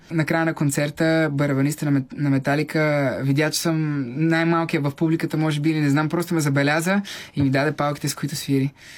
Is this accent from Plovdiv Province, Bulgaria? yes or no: no; Pleven, Pleven Province, Bulgaria; Да, аз съм от Плевен